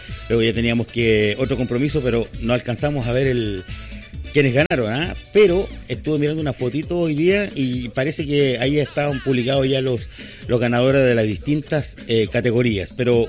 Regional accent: Chile

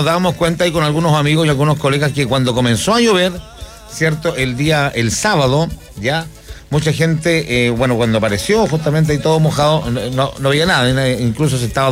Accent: Chile; Usted sabe cómo somos chaqueteros los chilenos

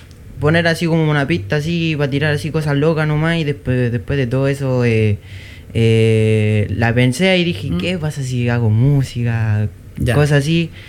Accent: Linares, Maule, Chile; yo soy de allá de Linares, la comuna de Hierbabuena, sector Abranquil.

